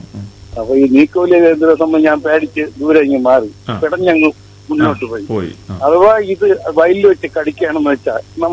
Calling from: Kerala, India; പള്ളികളിനടുത്തുനിന്നാണ് വിളിക്കുന്നത്.

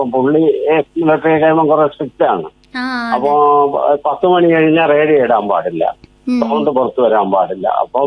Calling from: Kuttichal, Kerala, India; കുട്ടിച്ചൽ.

